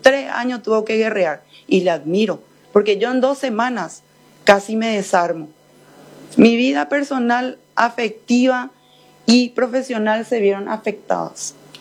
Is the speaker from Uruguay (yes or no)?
no; Paraguay; como médico paraguayo, como madre, como mujer, como hija